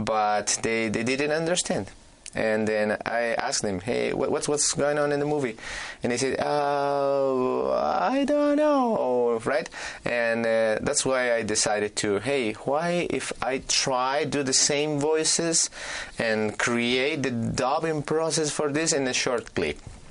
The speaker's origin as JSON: {"language": "English", "region": "Cusco", "country": "Peru", "tie": "born or raised there", "second_language": "English", "said": "I was born in Cusco City, but I passed my first years with my mother in the countryside. She was a teacher. She is retired, and so that's where I learned the Quechua"}